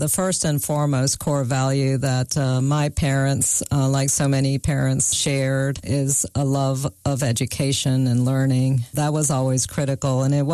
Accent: Georgia, United States; English is a second language; also born or lived in India; you know, I couldn't speak any English when we first arrived here, and I had to start kindergarten a few months after our arrival

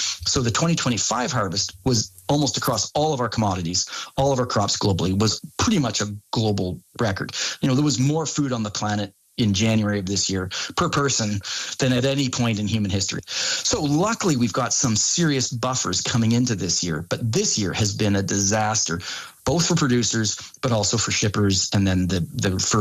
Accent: Canada

